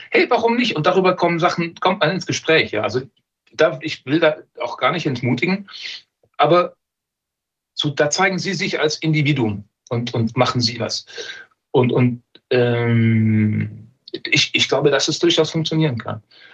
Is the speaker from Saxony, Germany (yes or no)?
no; Ravensburg, Baden-Württemberg, Germany; auch aus Ravensburg, meiner Heimat.